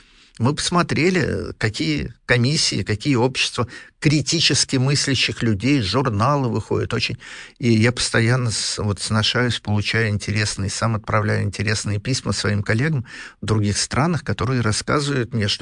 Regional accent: Russia; я вот из России

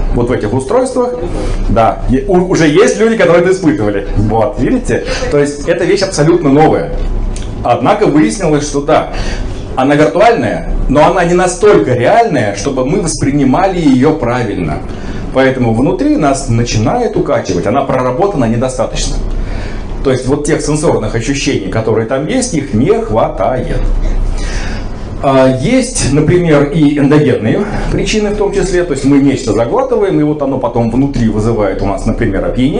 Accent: Astrakhan, Astrakhan Oblast, Russia; я из Астраханской области, я из Астрахани точнее

